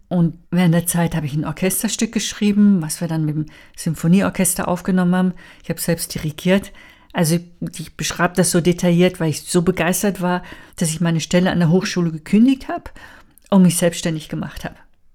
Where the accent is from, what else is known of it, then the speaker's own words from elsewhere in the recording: Switzerland; also born or lived in Italy / United States; now in Berlin, Germany; weil ich bin in der Schweiz aufgewachsen. Meine Eltern, meine Vorfahren sind aber Deutsche. Dann habe ich 6 Jahre in Italien gelebt, 3 Jahre USA, sodass ich meine Wurzeln in Deutschland kennenlernen wollte und nach Berlin gegangen bin.